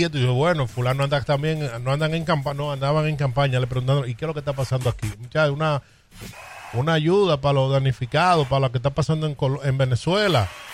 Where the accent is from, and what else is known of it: Dominican Republic